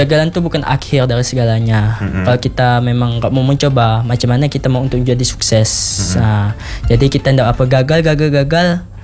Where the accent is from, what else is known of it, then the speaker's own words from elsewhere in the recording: Indonesia; born there; mencintai negara kita juga, karena kita pun lahir di Indonesia.